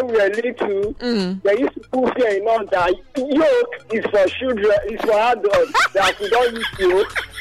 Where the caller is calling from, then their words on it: Badagry, Lagos, Nigeria; I'm coming from Badagry.